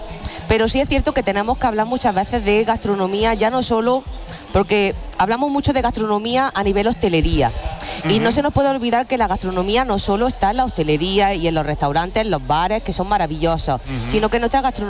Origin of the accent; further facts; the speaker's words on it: Guadix, Andalusia, Spain; Olín, pero que si estamos en Granada, yo te voy a decir que te vayas a Guadí, que es mi pueblo.